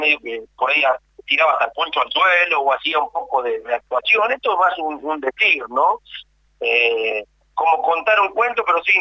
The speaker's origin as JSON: {"language": "Spanish", "town": "Carmen de Areco", "region": "Buenos Aires Province", "country": "Argentina", "said": "Yo soy de Carmen de Areco, Carmen, que no es lo mismo que San Antonio de Areco."}